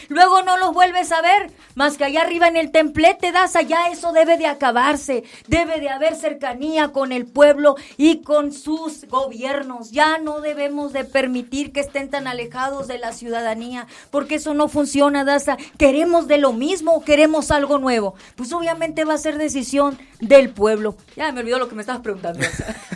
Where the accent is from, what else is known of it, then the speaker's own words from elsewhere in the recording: Guaymas, Sonora, Mexico; born there; now in Salamanca, Mexico; Ahí fue donde mi mamá y mi papá decidieron que sus seis hijos nacerían. Yo soy nacida en Guaymas, Sonora.